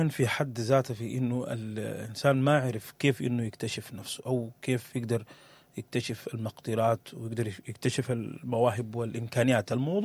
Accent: Sudan; إحنا يعني كسودانيين

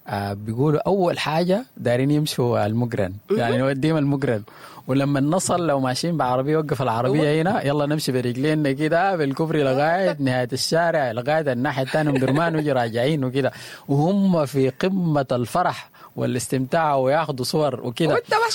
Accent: Sudan; نحن كسودانيين

